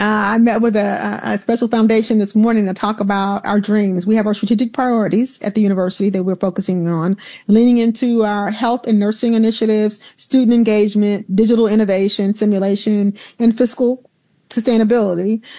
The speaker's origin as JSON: {"language": "English", "region": "Alabama", "country": "United States", "tie": "born or raised there", "said": "when I was a little girl, like I said, growing up in the South in Alabama"}